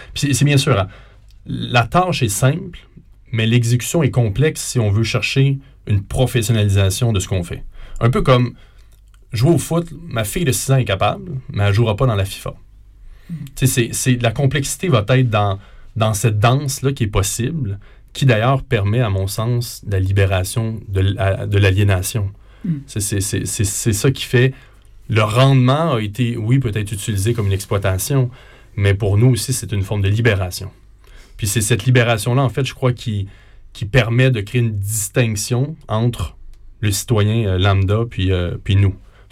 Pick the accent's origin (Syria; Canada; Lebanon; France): Canada; Quebec